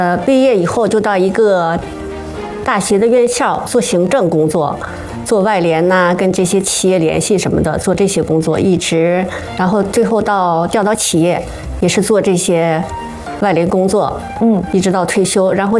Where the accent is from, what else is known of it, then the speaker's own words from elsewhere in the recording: Shijiazhuang, Hebei, China; 我是石家庄人。